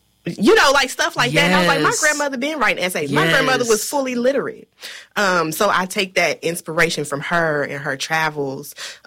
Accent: Kentucky, United States; I mean, I'm Black from Kentucky. I don't need to go to other places to experience

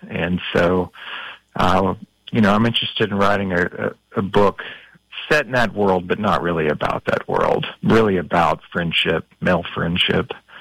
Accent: Kentucky, United States; moved away; And I loved growing up in Kentucky. I loved where I grew up. I also felt the need to move away.

